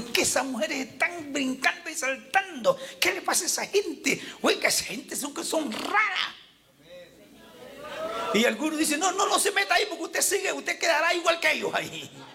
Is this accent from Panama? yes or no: yes; Panama; Acuérdense que soy panameño.